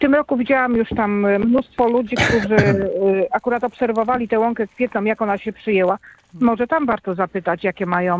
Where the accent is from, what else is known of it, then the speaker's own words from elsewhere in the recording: Łódź, Łódź Voivodeship, Poland; born there; Urodziłam się w Łodzi, mieszkam na obrzeżach.